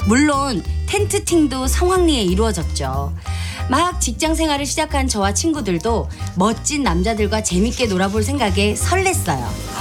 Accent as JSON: {"language": "Korean", "town": "Cheongsong", "region": "North Gyeongsang", "country": "South Korea", "tie": "born there", "said": "저는 집이 청송이었는데."}